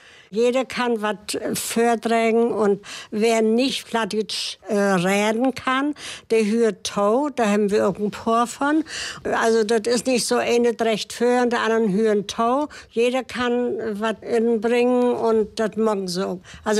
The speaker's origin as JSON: {"language": "German", "town": "Seedorf", "region": "Mecklenburg-Vorpommern", "country": "Germany", "tie": "born or raised there", "said": "Ich bin in Seedorf auf Rügen geboren und auch auf Wossen."}